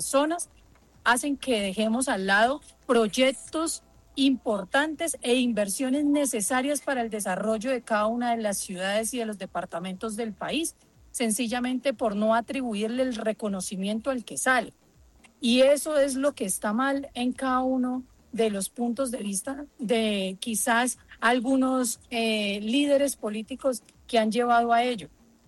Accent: Colombia; como colombianos y como colombianas

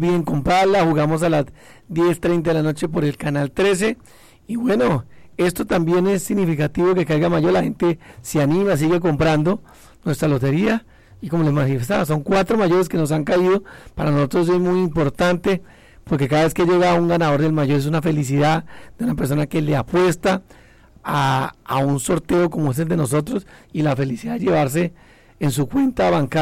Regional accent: Meta, Colombia; colombianos, es la mujer con el caballo tratando de enlazar. Sí. Entonces, es algo que nos identifica como llaneros, como el joropo y nuestro sombrero.

